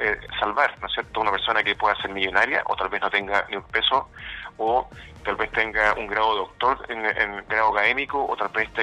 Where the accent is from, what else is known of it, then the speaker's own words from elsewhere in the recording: Rancagua, O'Higgins, Chile; Nunca olvido que vengo de la región de O'Higgins, de Puerto Montt, de Rancagua